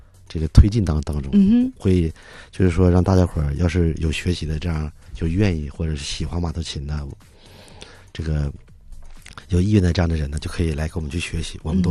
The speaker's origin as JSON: {"language": "Chinese", "region": "Mongol area", "country": "China", "said": "我们蒙古族"}